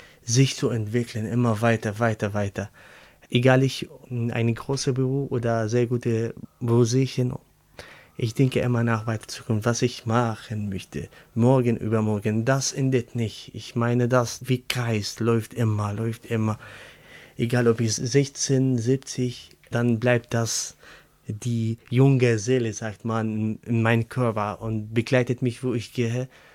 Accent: Syria; German is a second language; moved away as an adult; now in Germany; Ich war 18 Jahre und ich habe mein Heimatland gelassen wegen Würde. Ich möchte nicht als Sklave behandelt. Ich oder die anderen Syrer, andere Menschen, die aus Syrien gekommen sind, einfach Mensch.

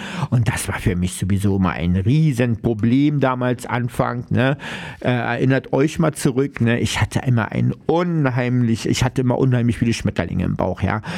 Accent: Berlin, Germany; da lebe ich jetzt hier in Ost-Berlin, ich bin ja Ossi

